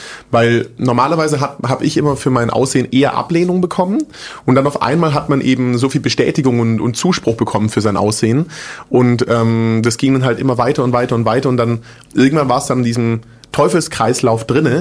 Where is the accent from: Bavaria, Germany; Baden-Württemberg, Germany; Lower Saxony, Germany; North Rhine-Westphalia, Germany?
Baden-Württemberg, Germany; Großbottwar; also born or lived in Stuttgart / Frankfurt; Genau, ich bin in Stuttgart geboren, bin in so einem Kaff aufgewachsen, das heißt Großbottwar. Also wirklich da wohnen, was wohnen da 10.000, 15.000 Leute vielleicht. Bin da mit meiner Family groß geworden, bis ich 10 war. Und dann ging es noch nach Frankfurt mal, dann wieder nach Stuttgart.